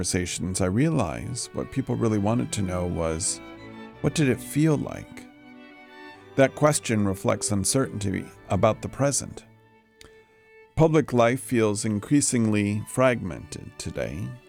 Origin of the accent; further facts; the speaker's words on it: Washington, District of Columbia, United States; I was a child growing up in Washington, D.C.